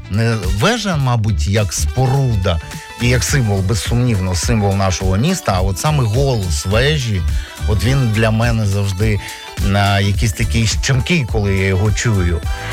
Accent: Vinnytsia, Vinnytsia Oblast, Ukraine; я з Вінниці. І за цим я з Вінниці, от в мене стоїть багато чого, починаючи із місця народження, там становлення

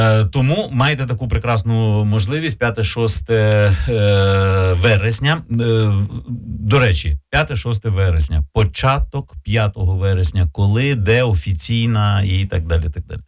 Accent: Vinnytsia, Vinnytsia Oblast, Ukraine; і ми, вінничани.

